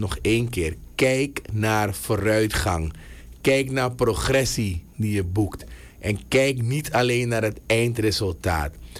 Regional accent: Suriname

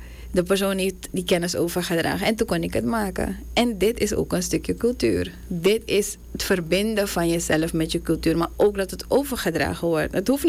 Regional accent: Suriname

